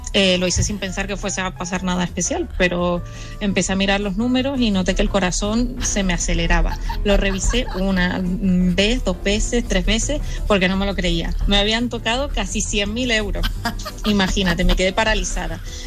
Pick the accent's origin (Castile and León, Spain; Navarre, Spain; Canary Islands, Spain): Canary Islands, Spain; Tenerife